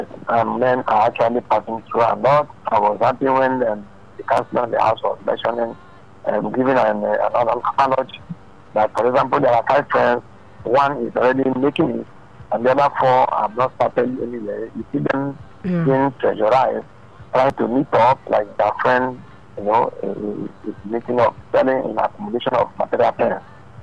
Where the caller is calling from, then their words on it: Nigeria; Calling you from Ikoti